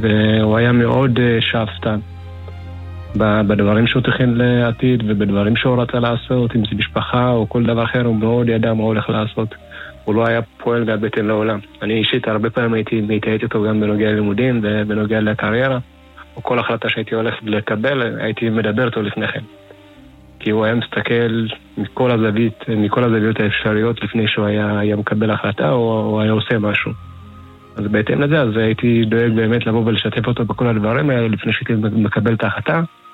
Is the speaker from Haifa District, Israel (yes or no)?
yes; Haifa, Haifa District, Israel; born there; also born or lived in Ethiopia; גדלנו ביחד עוד באתיופיה עוד לפני עלייה. עלינו גם ביחד וגדלנו גם באותו אתר הקרבנים בחיפה, איפה שסמי עופר היום.